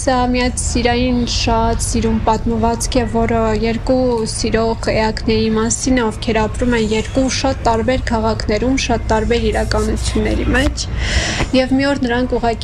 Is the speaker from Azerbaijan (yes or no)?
yes; Stepanakert, Karabakh, Azerbaijan; մասնագիտությամբ գրող, երգահան, դերասան։ Ծնվել եմ քաղաք Ստեփանակերտում, Գողթրիկ Արցախում, ամբողջ կյանքս անց եմ կանցրել հենց Ստեփանակերտում